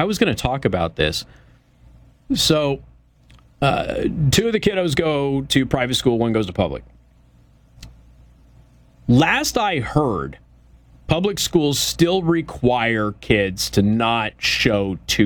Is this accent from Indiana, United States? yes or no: no; Las Vegas, Nevada, United States; moved away; Now, I come from Las Vegas.